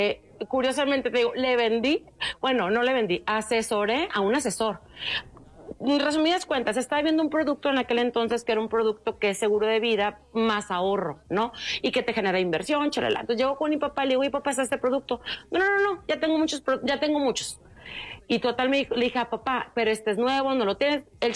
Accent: Mazatlán, Sinaloa, Mexico; bueno, yo soy de Sinaloa, de Mazatlán.

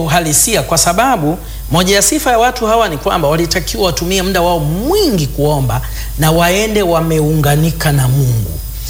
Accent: Tanzania; now in Botswana; Najua nilikuwa nimetoka Tanzania, kwa hiyo ni mgeni kutoka mbali, na briefcase yangu nimevaa suti.

